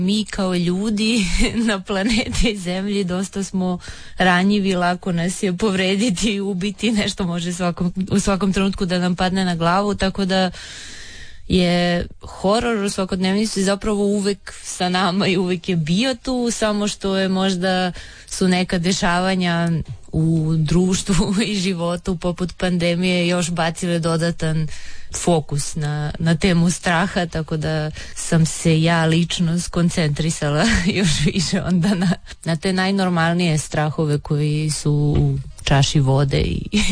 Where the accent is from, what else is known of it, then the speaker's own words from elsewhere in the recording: Belgrade, Serbia; budući da sam odrasla u Beogradu 90-ih